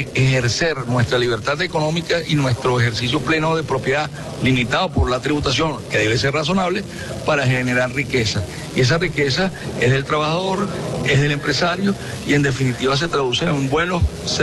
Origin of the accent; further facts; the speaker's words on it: Venezuela; Somos venezolanos, somos usuarios, somos consumidores y estamos aquí y queremos un país con condiciones de desarrollo